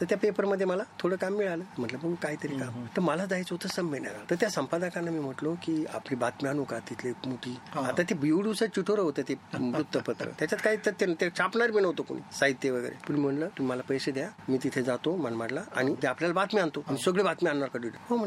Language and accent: Marathi; Maharashtra, India; also born or lived in Chalisgaon; कुठलं म्हणे तू, म्हणलं मी चाळीसगावला असतो. चाळीसगावच आहे का तू, म्हणलं नाही मी नगर जिल्ह्यातला आहे.